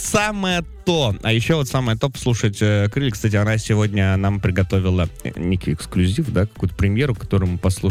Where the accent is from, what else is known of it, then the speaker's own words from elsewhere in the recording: Amsukchan, Magadan Oblast, Russia; Я из поселка городского типа под названием Амсукчан в Магаданской области.